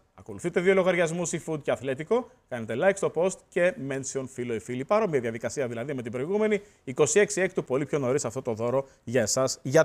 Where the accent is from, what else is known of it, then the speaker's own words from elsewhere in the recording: Peloponnese, Greece; Πελοπόννησο, πάμε στα μέρη μας